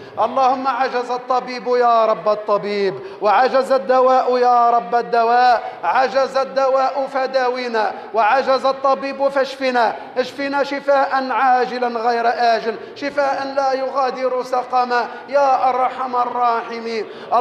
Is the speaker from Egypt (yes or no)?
no; Tunisia; نسألك اللهم أن تجعل بلدنا تونس أمنا وأمانا، سلما وسلاما وإسلاما، سخاء رخاء.